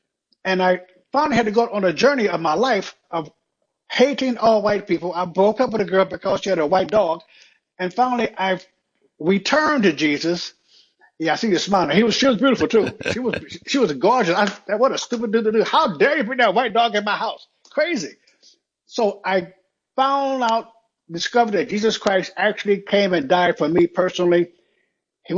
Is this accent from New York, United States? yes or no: no; St. Louis, Missouri, United States; born there; I grew up in St. Louis in the hood, where everyone was a slow learner because you got more money for slow learning kids. My mother moved me out of the hood in Missouri out to the country.